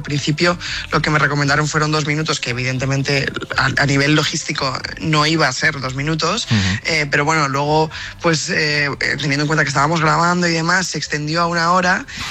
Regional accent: Spain; lo que ha significado Rafa para el deporte y sobre todo, pues si somos españoles, todavía con más orgullo.

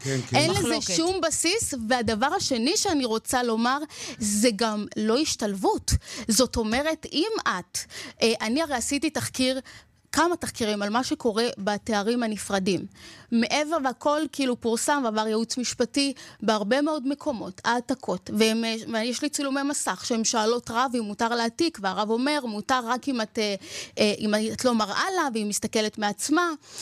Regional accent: Bnei Brak, Tel Aviv District, Israel; אבל אני הגעתי מבני ברק.

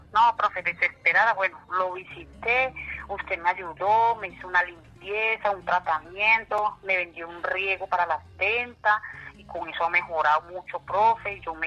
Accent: Venezuela; moved away; Llevo ya 11 años y medio acá viviendo. Pues ahí, poco a poco, pues, yo llegué de Venezuela, gracias a Dios.

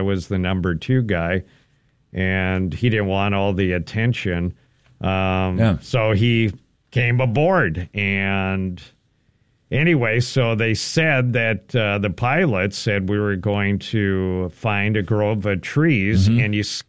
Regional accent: Minnesota, United States; When I was doing my music out in L.A. too, people there knowing I was from Minnesota

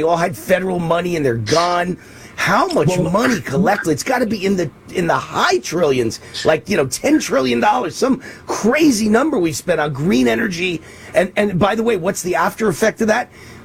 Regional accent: New York, United States; now in Las Vegas, United States; I was born and raised in New York

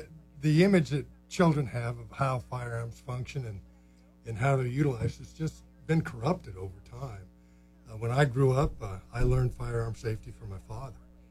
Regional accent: Wisconsin, United States; born there; I was born in Wisconsin.

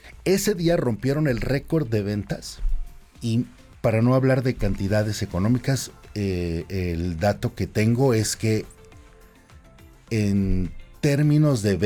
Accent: Mexico; No somos los mexicanos.

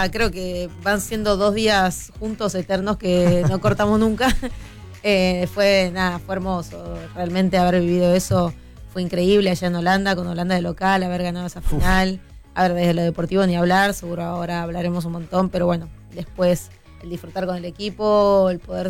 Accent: Tucumán, Argentina

